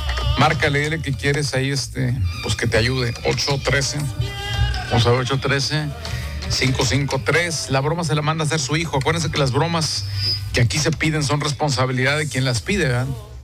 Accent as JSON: {"language": "Spanish", "town": "San Nicolás de los Garza", "region": "Nuevo León", "country": "Mexico", "said": "Yo soy de San Nicolás, mi hija es de Apodaca, ¿verdad?"}